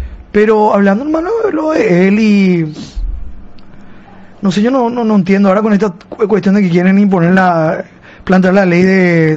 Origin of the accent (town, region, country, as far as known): Paraguay